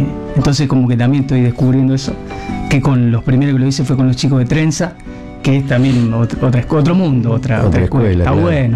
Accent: Arequito, Santa Fe, Argentina; nosotros somos de Arequito con mi familia

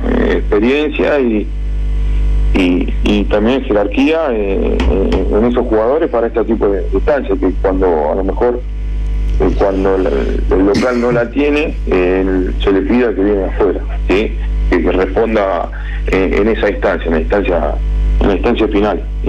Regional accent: Federación, Entre Ríos, Argentina; Te vuelvo a repetir, yo de donde vengo, en Federación estoy acostumbrado a esto, a tener solamente cuatro por año, a hacernos fuerte con los locales

